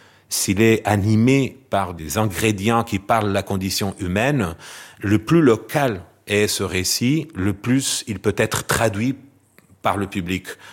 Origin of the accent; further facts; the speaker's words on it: Portugal; et ça j'ai le droit de le dire en tant que Portugais, sans être chauvin